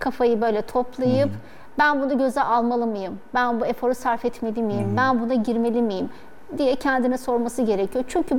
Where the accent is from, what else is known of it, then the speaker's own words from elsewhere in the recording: Bozcaada, Çanakkale, Turkey; Çünkü ben oradan çıktım, orada büyüdüm. Bütün işte ressamlıkla ilgili her şeyi orada kazandım.